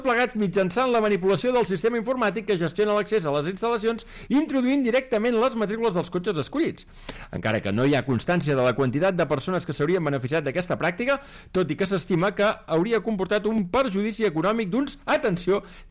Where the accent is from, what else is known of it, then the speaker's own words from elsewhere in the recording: Caldes de Montbui, Catalonia, Spain; Vaig a l'hora i mitja aquesta gratis que tenim els calderins.